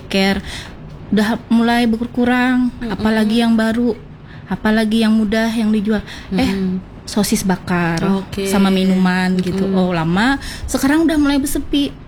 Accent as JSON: {"language": "Indonesian", "region": "South Kalimantan", "country": "Indonesia", "tie": "born or raised there"}